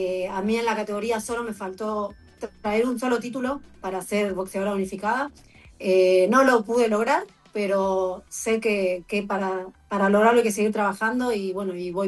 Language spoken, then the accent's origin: Spanish; Argentina; estamos todos unidos como argentinos